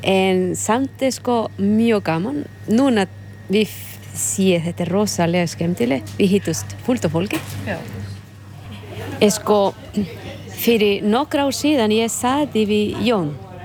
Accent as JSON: {"language": "Icelandic", "country": "Honduras", "second_language": "Icelandic", "lives_now": "Grenivík, Iceland", "said": "og ég kem frá Honduras og ég eigandi Jónsabúð."}